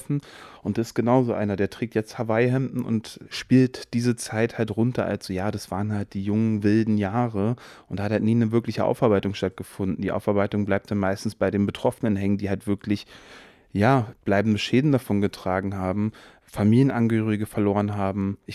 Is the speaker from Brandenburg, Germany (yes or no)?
yes; Eberswalde, Brandenburg, Germany; Ich musste nur auf meine eigene Heimatstadt Eberswalde oder auf meinen Geburtsort Eberswalde schauen